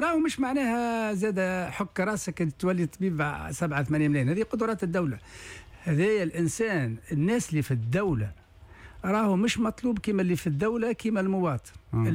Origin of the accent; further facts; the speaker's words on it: Ben Gardane, Medenine, Tunisia; moved away as an adult; now in France; احنا عشنا هنا لكن أنا أصيل بنقردين